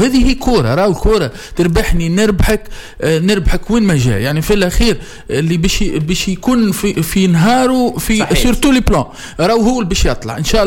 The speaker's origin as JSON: {"language": "Arabic", "country": "Tunisia", "said": "نحن تو كلنا توانسه"}